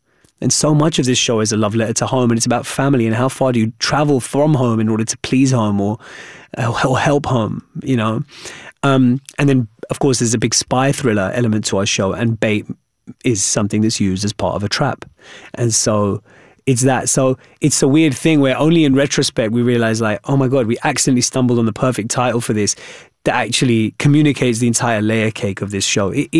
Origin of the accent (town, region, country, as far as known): Wembley, London, United Kingdom; born or raised there